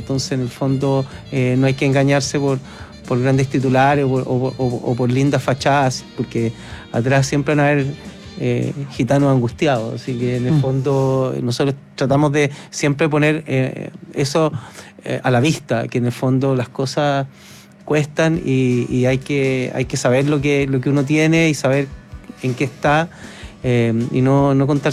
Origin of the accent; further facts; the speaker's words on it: Santiago, Santiago Metropolitan Region, Chile; born there; Nosotros construimos nuestra vida, nuestra juventud, en estado de sitio, en esta ciudad.